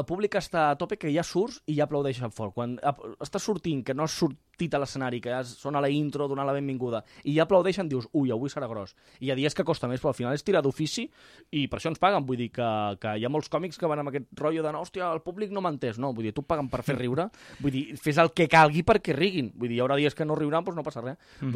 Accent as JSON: {"language": "Catalan", "town": "Cunit", "region": "Catalonia", "country": "Spain", "tie": "born or raised there", "said": "sí, sóc de Cunit i, hòstia, suposo que estic flipant, no? Hòstia, és de Cunit, parla català, no? Sí"}